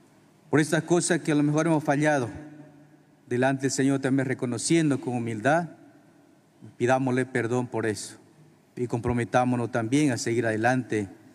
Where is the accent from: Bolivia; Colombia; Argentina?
Bolivia; por este 200 años fundación de nuestra patria Bolivia.